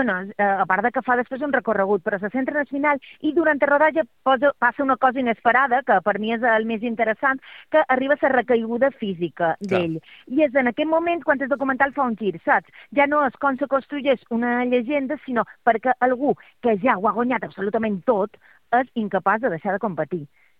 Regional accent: Manacor, Balearic Islands, Spain

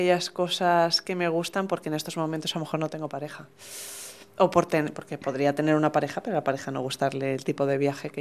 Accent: Germany; Spanish is a second language; Para los que me escucháis, yo soy alemana, entonces soy de la estructura, la planificación

